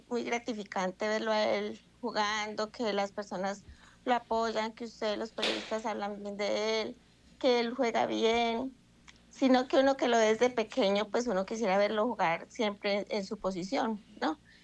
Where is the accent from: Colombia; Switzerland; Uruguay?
Colombia; Pereira, Risaralda; born there